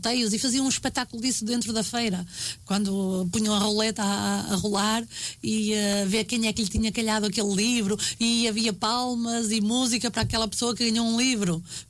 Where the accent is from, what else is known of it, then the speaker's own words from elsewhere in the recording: Portugal; eu sou de Portugal, não percebo muito bem a língua